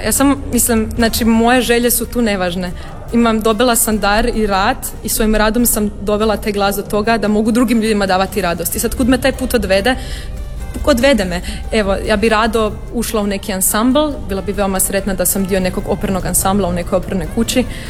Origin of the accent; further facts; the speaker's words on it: Varaždin, Varaždin County, Croatia; moved away as an adult; now in Vienna, Austria; Počela sam kao mala djevojčica u Varaždinu i zato su moji roditelji vidjeli da imam talent i rekli su, pa dobro, ajde, idi pjevaj.